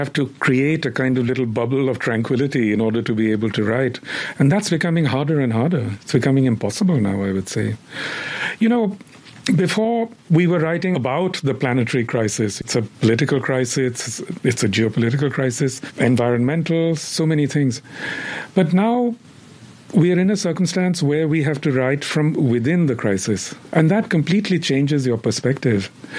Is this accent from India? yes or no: yes; West Bengal, India; now in New York, United States; I mean, I'm from Bengal. In Bengal, our views are often very, very different from that of other parts, especially of northern India.